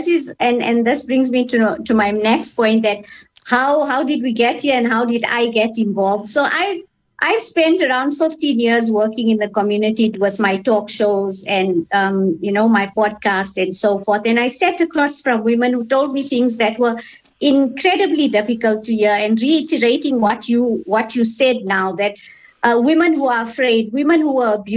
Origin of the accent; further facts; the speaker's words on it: Gauteng, South Africa; And how also I got involved is that I grew up on the East Rand